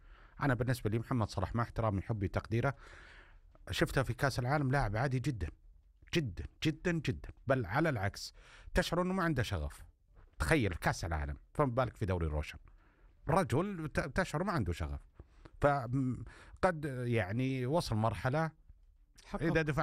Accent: Saudi Arabia; أنا كسعودي

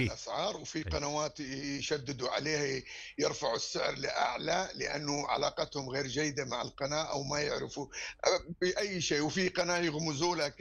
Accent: Saudi Arabia; هي احنا كجمهور سعودي

